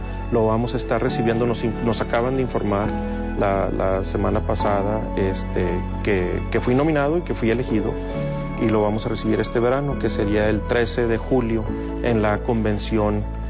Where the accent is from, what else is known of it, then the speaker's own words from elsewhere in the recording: Zaragoza, Coahuila, Mexico; Pero yo soy originario de Zaragoza, Coahuila. Ahí fui criado. Mi familia es de ahí. Tenemos nuestras bases muy sólidas y arraigadas en Zaragoza. Ahí cursé hasta secundaria.